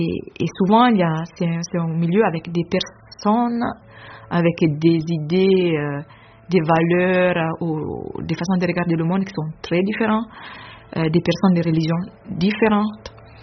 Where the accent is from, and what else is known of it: Italy; French is a second language; moved away